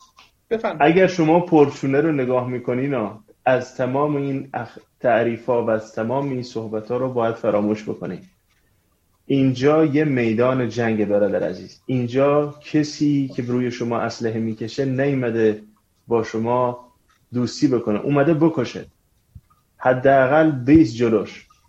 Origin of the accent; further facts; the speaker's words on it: Iran; خب گذشته رفت خیلی طولانی که دور از ایرانم